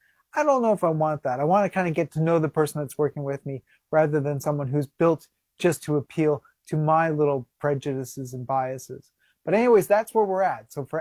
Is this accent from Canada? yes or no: yes; Canada; it's weird being Canadian because we're kind of in between the UK and the American experience.